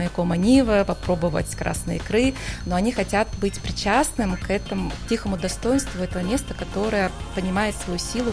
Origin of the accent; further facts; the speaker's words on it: Korsakov, Sakhalin Oblast, Russia; И в этом году состоялся такой первый круиз из моего родного города, из Корсакова.